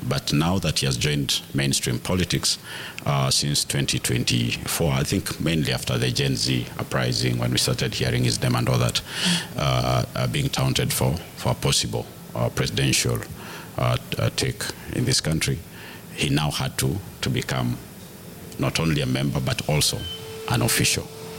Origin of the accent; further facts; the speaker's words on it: Nyamira, Nyamira County, Kenya; I'm from Nyamira.